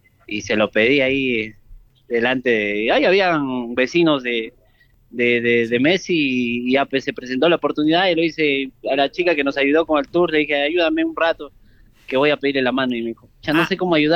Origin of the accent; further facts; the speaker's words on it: Arequipa, Peru; En Arequipa, yo soy de Arequipa, del Club Melgar.